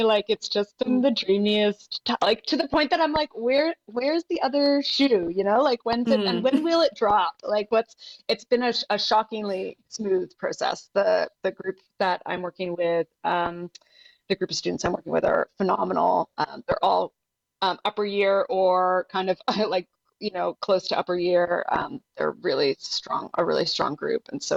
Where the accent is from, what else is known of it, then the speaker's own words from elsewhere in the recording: Ontario, Canada; moved away; also born or lived in Quebec; I grew up in Southern Ontario, but then lived most of my life in Quebec.